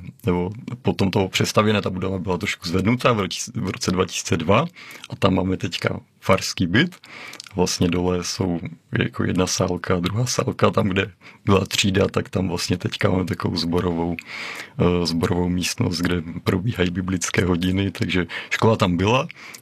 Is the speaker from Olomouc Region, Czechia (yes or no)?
no; Moravian-Silesian Region, Czechia